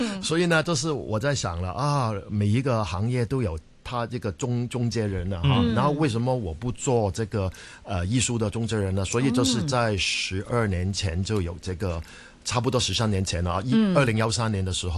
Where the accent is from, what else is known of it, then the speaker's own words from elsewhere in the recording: Hong Kong; Chinese is a second language; moved away as an adult; also born or lived in Canada; 我这是香港出生啦。我18岁的时候就去了这个加拿大。